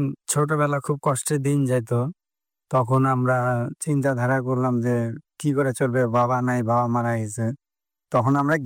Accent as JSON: {"language": "Bangla", "town": "Bilasipara", "region": "Assam", "country": "India", "tie": "born or raised there", "moved": "yes", "lives_now": "Siliguri, India", "said": "আদি বাড়ি আমার আসাম বিলাসীপাড়া। কাজের সূত্রে আমি শিলিগুড়ি ভারতনগরে থাকি।"}